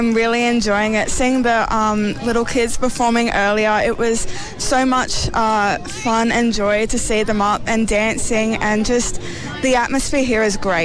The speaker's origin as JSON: {"language": "English", "town": "Blacktown", "region": "New South Wales", "country": "Australia", "tie": "born or raised there", "said": "I'm 15 years old. I was born in Blacktown and I've lived here all my life."}